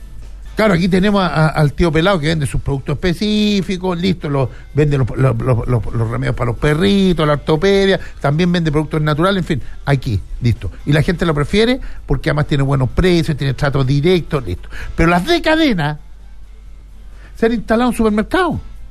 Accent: San Felipe, Valparaíso, Chile; Los que vivimos en San Felipe, los que somos de San Felipe

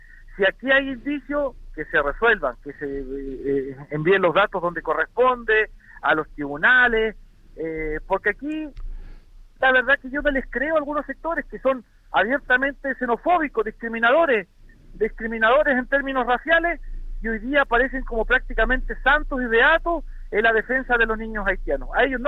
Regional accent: Los Lagos, Chile; en mi tierra, en Palena

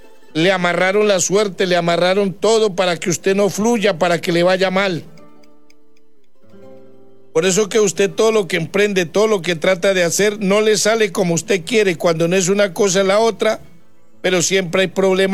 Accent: Amazonas, Colombia; yo soy de Amazonas de Colombia también.

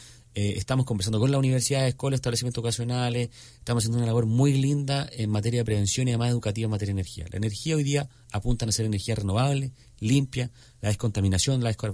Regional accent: Constitución, Maule, Chile; Te hablo de Constitución, que yo soy oriundo allá

